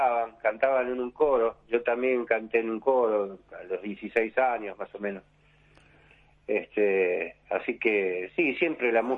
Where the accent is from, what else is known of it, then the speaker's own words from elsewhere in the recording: Buenos Aires, Argentina; en el barrio donde yo me crié, en Floresta, era, todos querían tocar la guitarra, ¿viste?